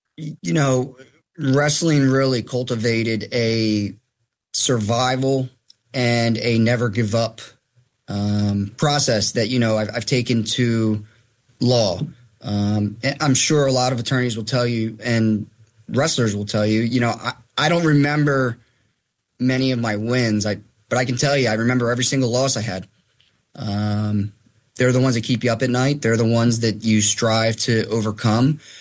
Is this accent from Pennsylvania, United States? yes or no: yes; Norristown, Pennsylvania, United States; Yeah, so I grew up in Montgomery County. I'm from Norristown. I went to Norristown High School.